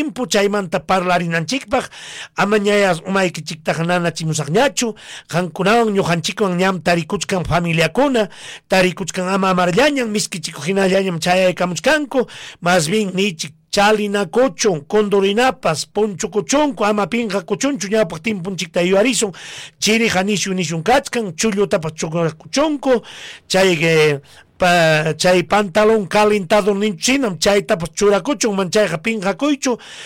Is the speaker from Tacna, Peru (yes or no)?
no; Coracora, Ayacucho, Peru; Es mi tierra, coracora, a lo mejor este temita dedicado con todo sentimiento para todos ustedes, mis queridos amigos